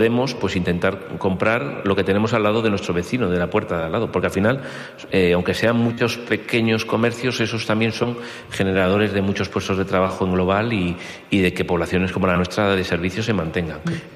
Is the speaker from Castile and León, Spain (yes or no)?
yes; La Bañeza, Castile and León, Spain; porque creo que me queda mucho que dar a mi tierra, a mis paisanos, y porque tengo claro un proyecto de lo que es La Bañeza